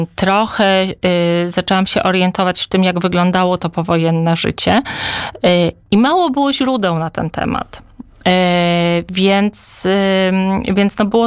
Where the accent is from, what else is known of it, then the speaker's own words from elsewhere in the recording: Kraków, Lesser Poland, Poland; Jestem krakowianką.